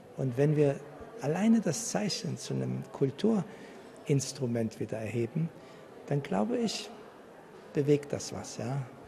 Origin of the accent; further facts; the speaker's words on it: Iran; now in Germany; Ich komme aus Iran. bin hier groß geworden und ich weiß, was passiert.